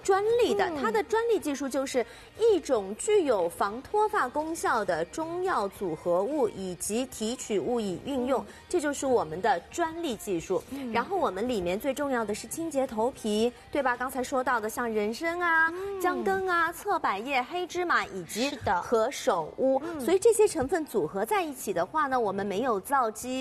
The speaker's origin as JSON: {"language": "Chinese", "region": "Shanghai", "country": "China", "said": "因为上海药皂呢是我们上海人从小用到大的品牌"}